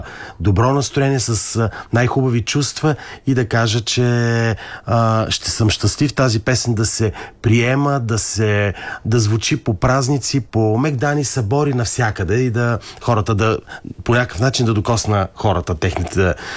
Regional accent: Novi Iskar, Sofia City, Bulgaria; посветени за моя роден град, песен за Нови Искър

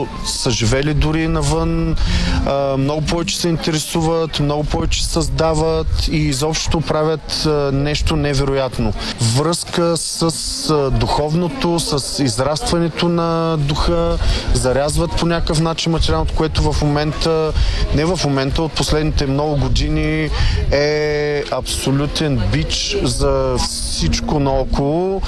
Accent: Stara Zagora, Stara Zagora Province, Bulgaria; moved away; Аз съм от Стара Загора. Не съм прекъсвал връзката.

